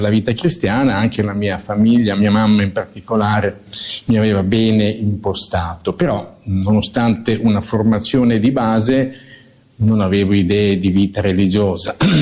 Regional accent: Bologna, Emilia-Romagna, Italy; io sono bolognese e conobbi Don Divo Barsotti ormai tanti anni fa

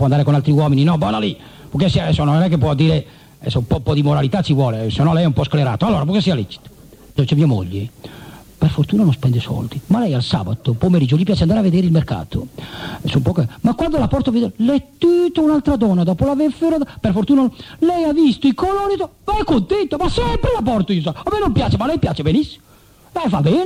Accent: Milan, Lombardy, Italy; io sono milanese, Milano siamo sclerati noi col lavoro, ma penso anche voi.

